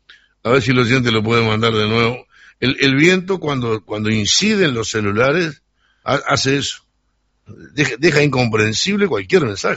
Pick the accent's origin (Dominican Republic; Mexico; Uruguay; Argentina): Uruguay; born or raised there